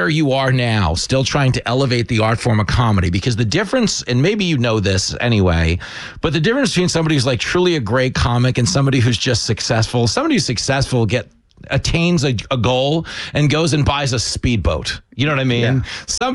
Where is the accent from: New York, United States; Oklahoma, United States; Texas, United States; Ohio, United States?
New York, United States